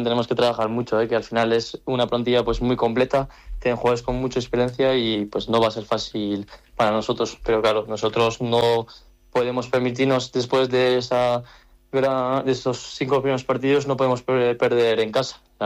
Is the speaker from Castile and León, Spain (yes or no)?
no; Basque Country, Spain; first language eu; Spanish is a second language; castellano que hablaba en euskera con los jugadores porque sí que solo estudié de pequeño. A ver, tampoco soy bilingüe y no hablo perfectamente euskera, pero algo sí que sabía.